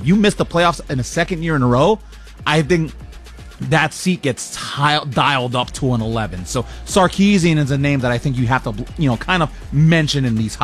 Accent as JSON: {"language": "English", "town": "Chicago", "region": "Illinois", "country": "United States", "tie": "born or raised there", "also_born_or_lived": "New York", "said": "Yeah, I grew up in Chicago, and then I lived in New York."}